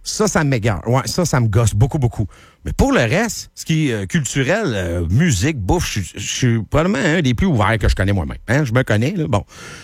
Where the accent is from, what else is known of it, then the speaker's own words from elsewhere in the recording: Plessisville, Quebec, Canada; quand j'étais jeune à Plessisville.